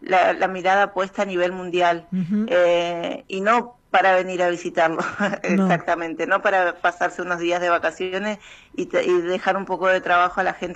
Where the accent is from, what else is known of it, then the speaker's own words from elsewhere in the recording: Argentina; nosotros somos parte de un pueblo originario y en nuestro documento además dice que somos ciudadanos argentinos